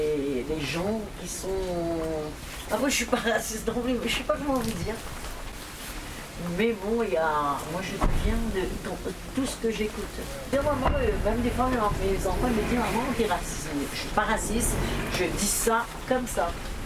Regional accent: France; Et pourtant, je suis française.

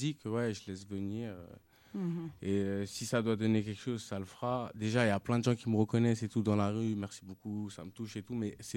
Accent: Algeria; Je suis algérien.

